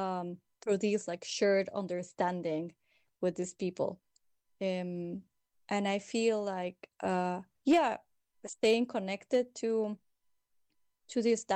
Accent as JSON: {"language": "English", "country": "Mexico", "said": "I'm from Mexico. I'm 39 years old."}